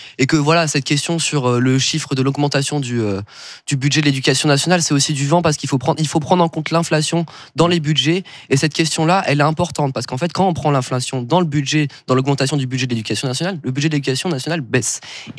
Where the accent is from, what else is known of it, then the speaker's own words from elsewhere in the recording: Marseille, Provence-Alpes-Côte d'Azur, France; moi je viens de Marseille, donc le temps que je rentre chez moi, je serai évidemment dans la rue